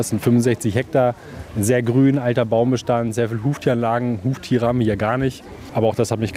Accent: Hanover, Lower Saxony, Germany; also born or lived in Southern Germany; now in Bremerhaven, Germany; Ich komme ursprünglich aus Hannover, war jetzt 15 Jahre in Süddeutschland in Zoos, rollte wieder zurück in den Norden.

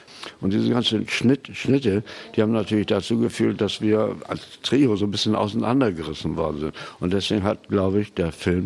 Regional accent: Varel, Lower Saxony, Germany; Ja, mein Vater war Chef vom Bahnhof irgendwie und ich bin an der Bahnschranke aufgewachsen, zur Schule gegangen

